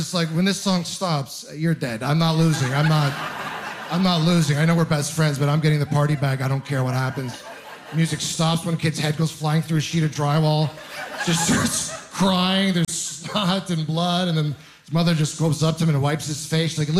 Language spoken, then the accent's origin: English; Ontario, Canada; I'm originally from Ontario.